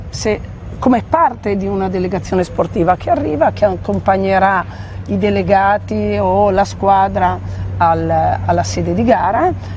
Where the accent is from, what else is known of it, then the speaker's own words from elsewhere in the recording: Imperia, Liguria, Italy; Io sono di Imperia.